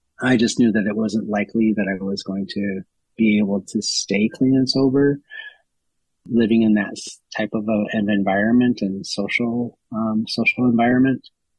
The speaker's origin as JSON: {"language": "English", "region": "Minnesota", "country": "United States", "moved": "as an adult", "said": "And then I ended up moving to California when I was 23 years old. I was running away from Minnesota as much as I was running towards something."}